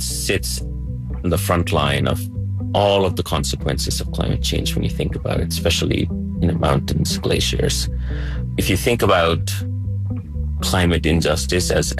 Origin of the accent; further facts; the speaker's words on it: United States; I say this as a Nepali American, I'm an American citizen that's born and raised here.